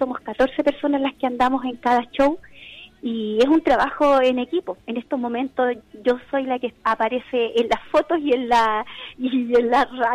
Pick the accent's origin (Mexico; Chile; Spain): Chile; Tomé, Biobío; Nosotros somos de Tomé